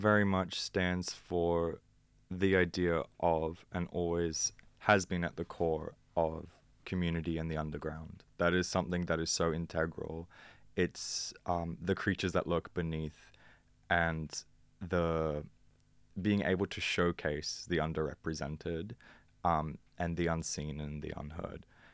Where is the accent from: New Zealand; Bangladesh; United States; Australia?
Australia; Sydney, New South Wales; I mean, I'm originally from Southwest Sydney